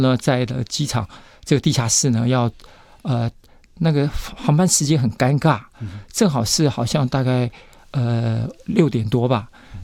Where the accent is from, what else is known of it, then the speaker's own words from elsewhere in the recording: Taiwan; 我们台湾人一对夫妻